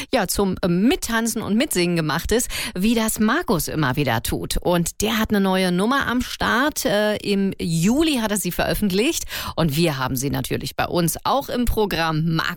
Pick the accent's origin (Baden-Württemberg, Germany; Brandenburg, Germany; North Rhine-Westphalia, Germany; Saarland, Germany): Brandenburg, Germany; Bernau bei Berlin; Ende des Monats in meiner Heimatstadt besuchen. Da ist er nämlich zu Gast in Bernau bei Berlin in unserer großen Bernau Arena